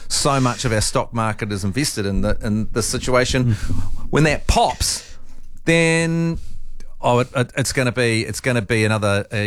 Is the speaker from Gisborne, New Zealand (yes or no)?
no; Dunedin, Otago, New Zealand; also born or lived in Invercargill; I'm from Dunedin, but my family's from Invercargill, so I spend a lot of time down there.